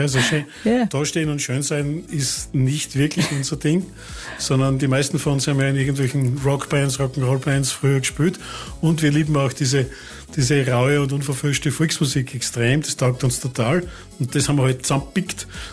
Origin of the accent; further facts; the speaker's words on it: Leoben, Styria, Austria; Also ich bin einmal waschechter Steirer, ich bin geboren in Leoben.